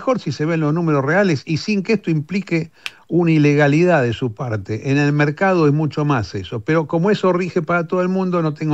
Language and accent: Spanish; Argentina; now in China; soy probablemente el argentino más opositor a Caputo en materia de política económica